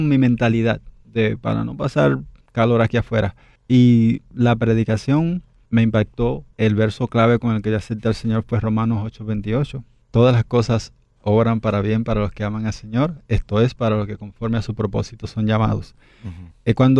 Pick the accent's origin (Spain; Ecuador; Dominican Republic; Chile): Dominican Republic; el personal de la Federación de Deportes de la República Dominicana tuvo que bajar a mi pueblo. Y ahí, pues, ellos me vieron.